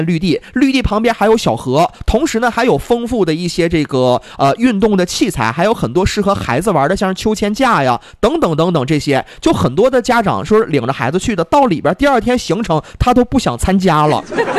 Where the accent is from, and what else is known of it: Northeast China, China